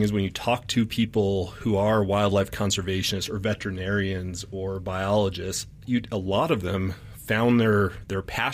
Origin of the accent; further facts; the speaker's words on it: New Mexico, United States; moved away; I grew up in New Mexico, loved the zoo there.